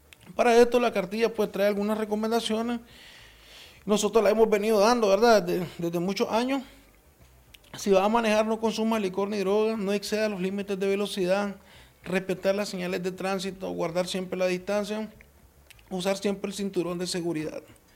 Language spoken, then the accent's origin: Spanish; Nicaragua